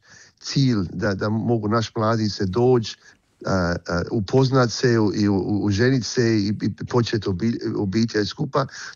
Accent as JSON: {"language": "Croatian", "region": "New South Wales", "country": "Australia", "tie": "born or raised there", "said": "ja sam rođen u Australiji"}